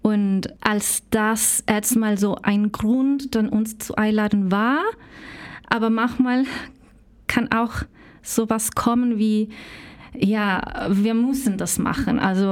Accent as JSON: {"language": "German", "country": "Chile", "second_language": "German", "moved": "yes", "said": "Ich komme aus Chile, aus Lateinamerika"}